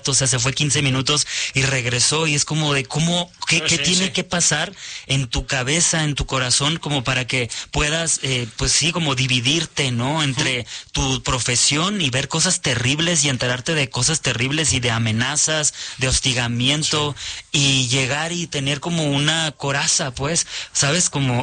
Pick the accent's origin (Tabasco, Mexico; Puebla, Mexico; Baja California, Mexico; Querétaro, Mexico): Baja California, Mexico; Mexicali; porque yo soy de Mexicali, entonces como que sí es una cosa